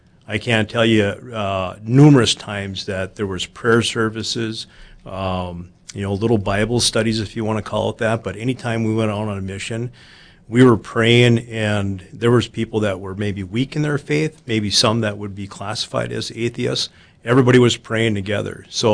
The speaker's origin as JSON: {"language": "English", "town": "Grand Forks", "region": "North Dakota", "country": "United States", "tie": "born or raised there", "lives_now": "Fargo, United States", "said": "born and raised in Grand Forks, North Dakota, coming from parents that grew up on farm families north of Devil's Lake."}